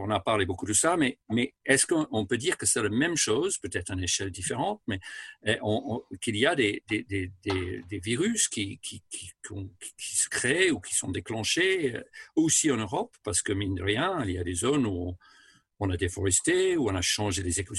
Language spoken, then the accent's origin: French; France